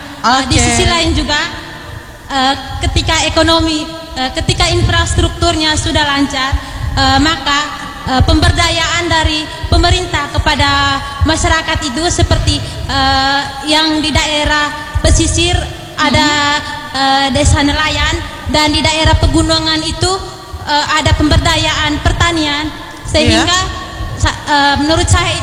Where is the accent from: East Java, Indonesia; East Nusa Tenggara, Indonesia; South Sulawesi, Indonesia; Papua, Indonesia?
East Nusa Tenggara, Indonesia; saya berasal dari Manggarai Timur.